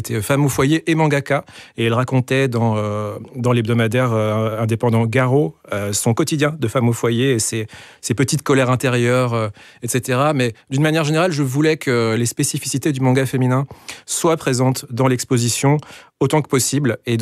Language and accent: French; Belgium; nous sommes belges.